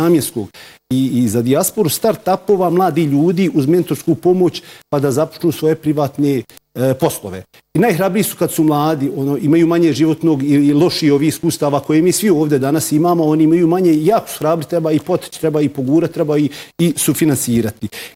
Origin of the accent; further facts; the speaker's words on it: Velika Kladuša, Federation of Bosnia and Herzegovina, Bosnia & Herzegovina; evo ja sam iz Velike Kladušće, iz Todorova gdje sam rođen